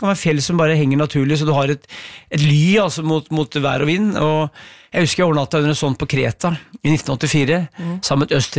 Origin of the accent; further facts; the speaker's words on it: Brumunddal, Innlandet, Norway; jeg vokste opp på jobb og mye på fabrikket I oppveksten I Brumunddal.